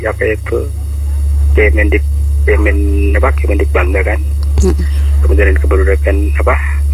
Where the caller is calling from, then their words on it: Makassar, South Sulawesi, Indonesia; di daerah saya itu, di Makassar saya